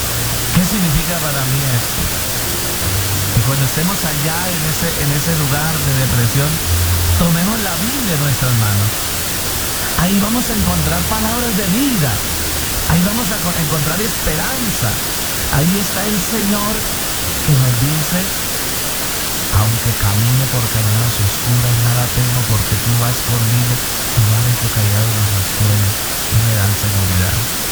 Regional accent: Colombia; now in León, Nicaragua; Yo soy colombiano, pero amo a Nicaragua con todo mi corazón.

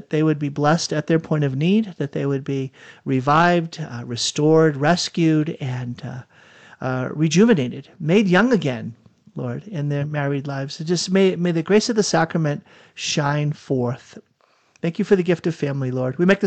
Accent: Boston, Massachusetts, United States; Humidity, growing up in Boston, the humidity was horrific.

